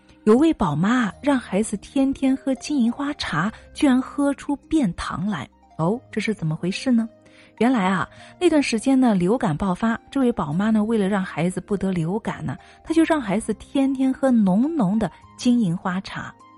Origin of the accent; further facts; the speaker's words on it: China; 我们中国人对保温杯啊，应该说是情有独钟哈。